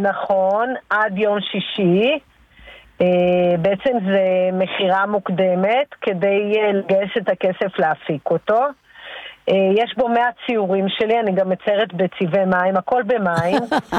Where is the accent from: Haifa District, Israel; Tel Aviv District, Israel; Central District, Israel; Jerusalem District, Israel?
Central District, Israel; אני מקיבוץ שפעים.